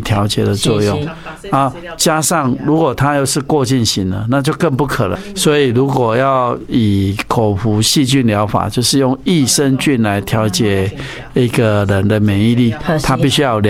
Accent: Taiwan; 他根本不会定植在我们台湾人的肠道。

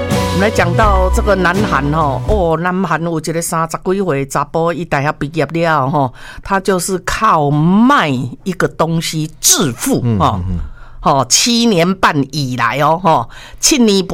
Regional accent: Taiwan

